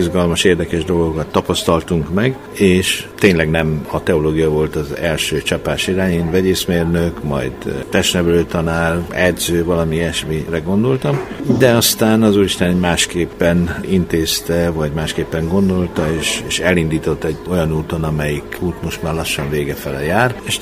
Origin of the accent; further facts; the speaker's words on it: Bükkaranyos, Borsod-Abaúj-Zemplén, Hungary; Ha nem is a Bükkbe, de a Bükk alján. Bükk Aranyos nevű településen nőttem fel, nőttem fel valóban lelkész családban.